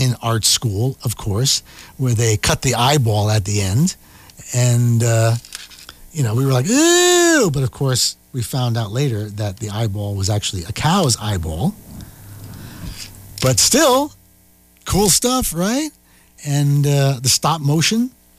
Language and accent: English; New York, United States; growing up in New York